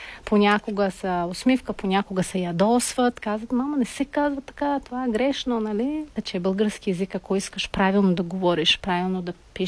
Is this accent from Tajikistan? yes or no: yes; Tajikistan; first language Tajik; Bulgarian is a second language; moved away as an adult; now in Bulgaria; Нашия език няма нищо общо с руски език. Таджикски език е персийски език и корените абсолютно са различни. Но пак, понеже Таджикистан е една от бившите съветски държави, ние руски знаем като втори език.